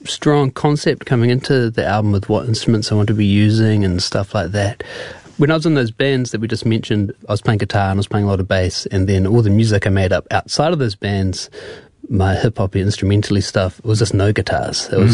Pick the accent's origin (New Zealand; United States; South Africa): New Zealand; Wellington; growing up in Wellington during that time